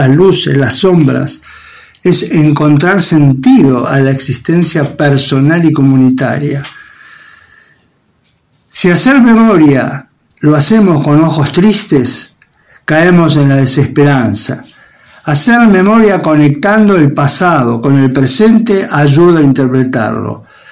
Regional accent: Argentina; la independencia argentina, la nuestra

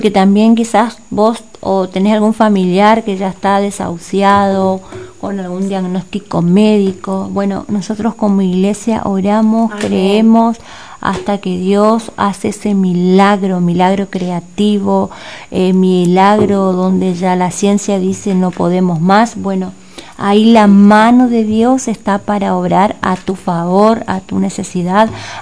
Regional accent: Corrientes, Argentina; somos correntinos.

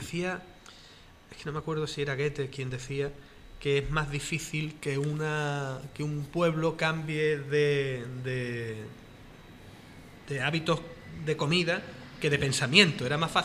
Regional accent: Spain

